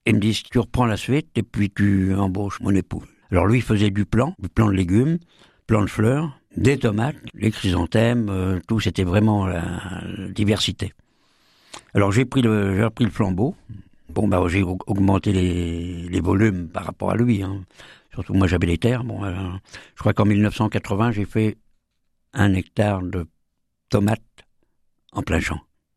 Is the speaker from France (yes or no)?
yes; Frontenay-sur-Dive, Nouvelle-Aquitaine, France; Voilà, je suis originaire de Frontenay-sur-Dive, à côté de Saint-Jean-de-Sauve, entre Mirbeau et Loudun, Nord-Vienne. J'y suis toujours, voilà.